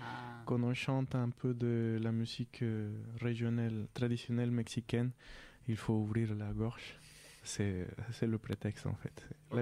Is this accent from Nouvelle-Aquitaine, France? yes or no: no; Paris, Île-de-France, France; born there; je suis né à Paris, 13e arrondissement.